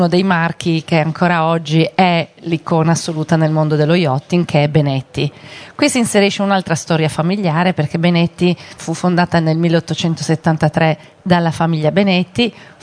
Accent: Turin, Piedmont, Italy; conoscenti con un piccolo ufficetto a Torino, noi siamo torinesi.

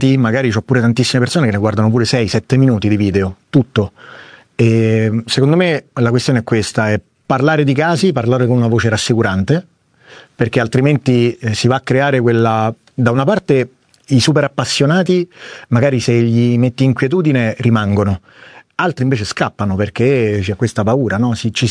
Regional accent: Rome, Lazio, Italy

